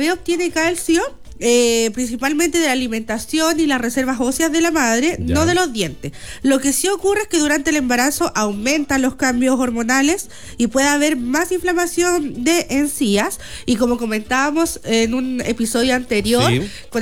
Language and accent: Spanish; Chile